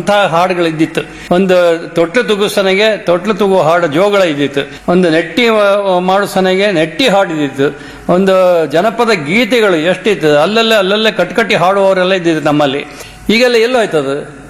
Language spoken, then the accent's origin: Kannada; Karnataka, India; accent: Kundapura Kannada; first language Kundapura Kannada; ಹಾಗಾಗಿ ನಮ್ಮ ಕುಂದಾಪುರ ಕನ್ನಡ ನಮ್ಮ ರಕ್ತದಾಗೆ ಇತ್ತು. ನಾವು ಹುಟ್ಟಿಲ್ಲಾಗಾಯ್ತು ಅದನ್ನೇ ಮಾತಾಡ್ಕಂತ ಬಂದವರು.